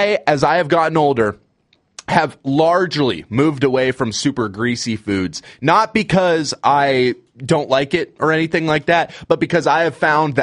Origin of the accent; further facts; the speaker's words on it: Manson, Washington, United States; I was working at a sandwich shop at my home in my hometown of Manson, Washington